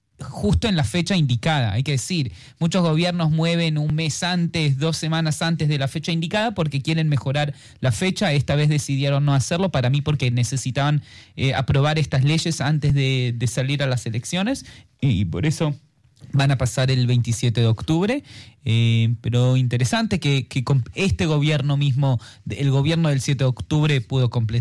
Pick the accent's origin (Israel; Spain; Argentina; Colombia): Israel; Spanish is a second language; Yo no soy argentino al final del día.